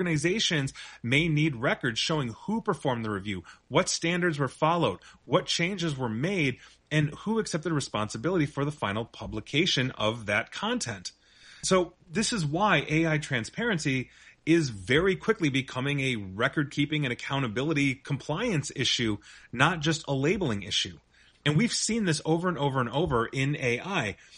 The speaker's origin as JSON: {"language": "English", "country": "Canada", "said": "and for the record, I am Canadian-American, so I have vested interest in this."}